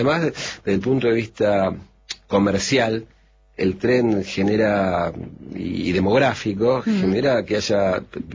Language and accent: Spanish; Buenos Aires, Argentina; yo soy de Buenos